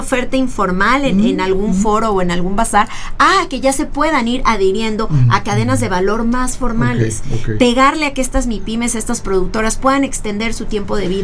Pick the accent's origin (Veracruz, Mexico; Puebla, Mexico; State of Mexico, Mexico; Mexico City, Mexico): Puebla, Mexico; nosotros como poblanos hagamos ese esfuerzo por consumir el producto local.